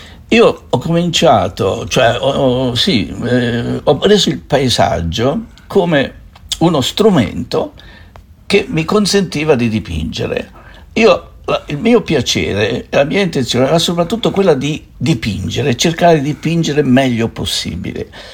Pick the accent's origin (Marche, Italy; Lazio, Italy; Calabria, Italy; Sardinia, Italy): Marche, Italy; born there; questa lingua, avendo un'origine nativa, un'origine della mia terra dove sono nato, quindi delle Marche, è una lingua che conserva quell'accento, conserva quella cadenza dialettale.